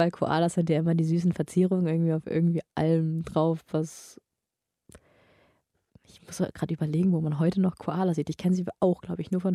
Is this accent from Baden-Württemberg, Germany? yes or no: no; Oldenburg, Lower Saxony, Germany; Ich dachte damals auch nicht, ich komme ja aus Oldenburg, dass es da auch so groß ist, aber es ist riesig.